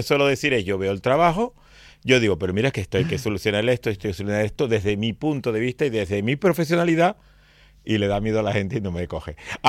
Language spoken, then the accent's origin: Spanish; Canary Islands, Spain; Somos canarios españoles